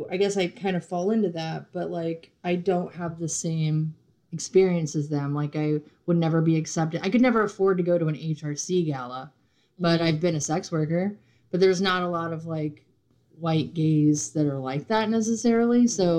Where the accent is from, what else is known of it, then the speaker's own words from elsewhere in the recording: Bible Belt, United States; I'm from the Bible Belt, I think. It's growing up there is like growing up in the 70s or 80s.